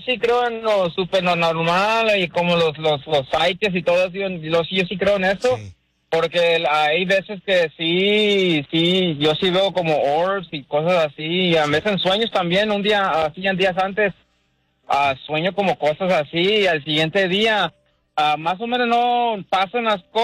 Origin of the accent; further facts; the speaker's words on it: Sabinas Hidalgo, Nuevo León, Mexico; Bueno, allá en Sabinas, donde soy yo de Sabinas, Hidalgo, Nuevo México, uh-huh. Una de las casas que tenía allá, tenemos allá en el rancho.